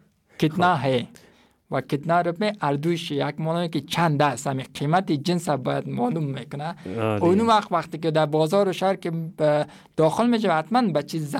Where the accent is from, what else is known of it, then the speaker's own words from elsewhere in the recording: Afghanistan; moved away; also born or lived in India / Turkey; واقعا خیلی مرا درد میتک که شرایط وطن خودم میبینم.